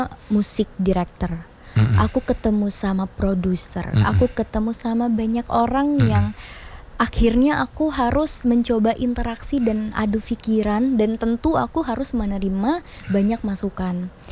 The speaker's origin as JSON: {"language": "Indonesian", "region": "Banten", "country": "Indonesia", "said": "Asalku dari Banten."}